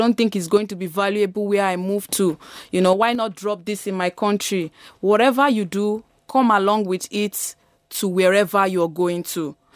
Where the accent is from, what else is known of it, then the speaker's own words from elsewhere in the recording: Nigeria; now in Vienna, Austria; regardless of the fact that I'm Nigerian, they would still impute there that it was done in Vienna.